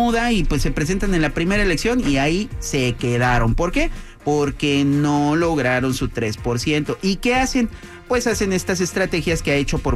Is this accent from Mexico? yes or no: yes; Mexico; en diferentes momentos o épocas de nuestra historia como mexicanos